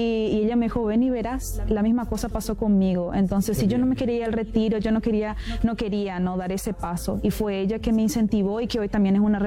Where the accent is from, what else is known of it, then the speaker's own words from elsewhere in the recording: Argentina; also born or lived in Asunción, Paraguay; Yo soy natural de Argentina, pero en ese tiempo yo vivía con mi mamá en Paraguay, en Asunción.